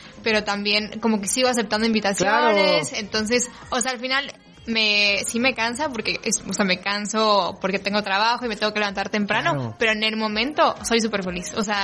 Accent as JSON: {"language": "Spanish", "region": "Campeche", "country": "Mexico", "tie": "born or raised there", "also_born_or_lived": "Mexico City", "moved": "as an adult", "said": "yo pues toda mi vida estuve en Campeche, me fui a Ciudad de México para estudiar una carrera"}